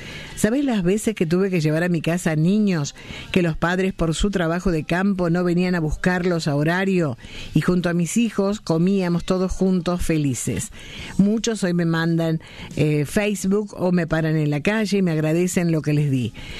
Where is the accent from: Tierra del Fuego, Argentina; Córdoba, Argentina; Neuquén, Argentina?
Córdoba, Argentina; Berrotarán; Un grupo folclórico de mi pueblo que suena muy bien. Así lo conoce el público. Soy de Berrotarán.